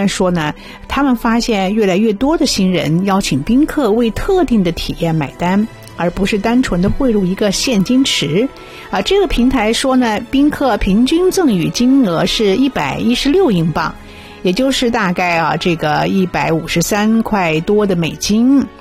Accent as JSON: {"language": "Chinese", "country": "China", "said": "我们中国人呢去参加婚宴哈"}